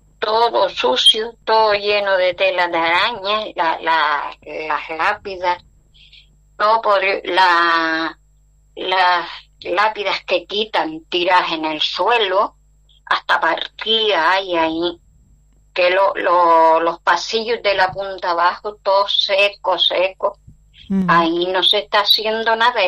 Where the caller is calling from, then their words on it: Telde, Canary Islands, Spain; Llamo ahora mismo de Telde